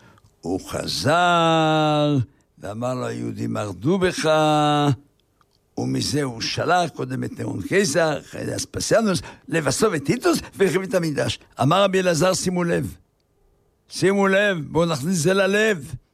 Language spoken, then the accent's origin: Hebrew; Haifa, Haifa District, Israel; אני גדלתי בחיפה